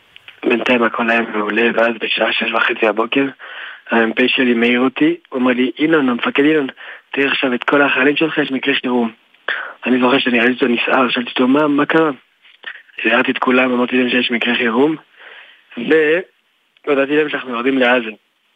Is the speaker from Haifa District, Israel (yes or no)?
no; Jerusalem, Jerusalem District, Israel; also born or lived in France; אני האמת נולדתי בצרפת, אני צרפתי. כשהייתי בן 3 חודשים עליתי לארץ עם כל המשפחה שלי. והייתי נער, גדלתי בירושלים.